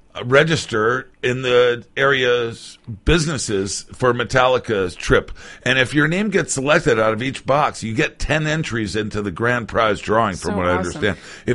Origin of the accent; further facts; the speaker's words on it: New England, United States; now in Michigan, United States; To my home country of New England.